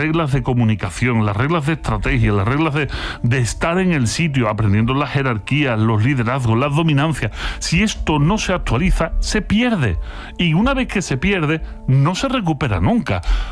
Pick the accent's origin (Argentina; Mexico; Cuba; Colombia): Mexico; born there; nací en México, que nadie me pregunte por nombres de España.